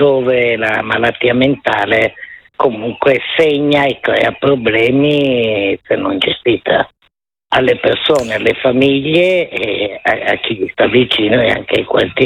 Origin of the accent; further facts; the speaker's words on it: Milan, Lombardy, Italy; perché se no io sono una milanese di prima, una siciliana di prima generazione a Milano.